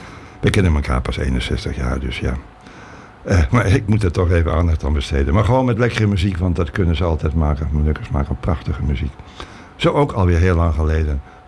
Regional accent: Netherlands; En als Nederlander kun je het enige maar doen, maar diep schamen.

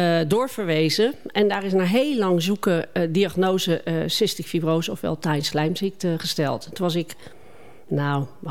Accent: The Hague, South Holland, Netherlands; Ja, nou, ik kom niet uit de streek. Wel uit Zuid-Holland kom ik. Ik kom uit Den Haag.

